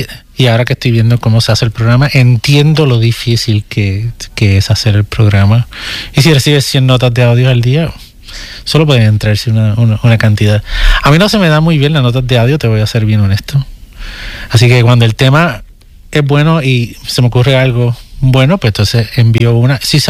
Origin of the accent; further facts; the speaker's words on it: Puerto Rico; now in United States; Soy ciudadano americano, ¿a dónde me vas a mandar? Sí, me puedo ir a Puerto Rico, pero yo puedo estar aquí.